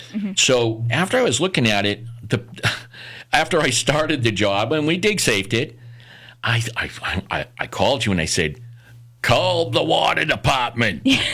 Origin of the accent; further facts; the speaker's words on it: Boston, Massachusetts, United States; I'm a Boston kid, okay? You know, we have our own language in Boston.